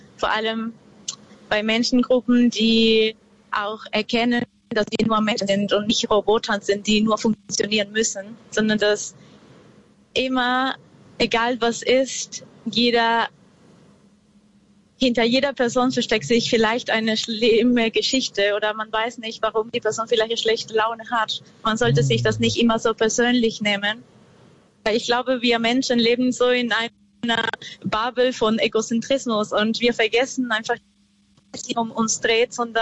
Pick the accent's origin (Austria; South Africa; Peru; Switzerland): Peru; German is a second language; now in Germany; komme ursprünglich aus Peru. Ich bin im Norden von Peru aufgewachsen und da gab es ja viel Natur